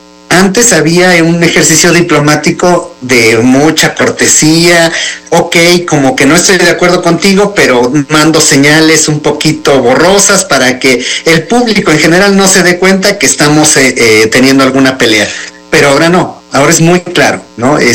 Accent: Mexico

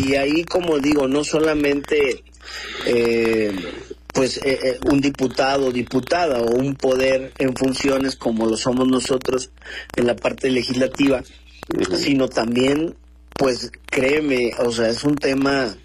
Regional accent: Acapulco, Guerrero, Mexico; En mi caso particularmente de Acapulco, de donde soy originario.

